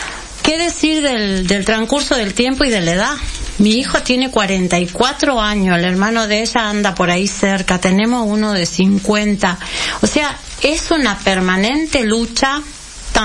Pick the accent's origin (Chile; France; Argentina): Argentina; Salta; Somos de Salta Capital.